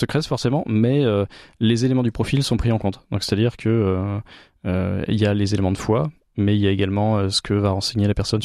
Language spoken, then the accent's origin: French; Brittany, France; Je suis breton, de la famille de Carnac, comme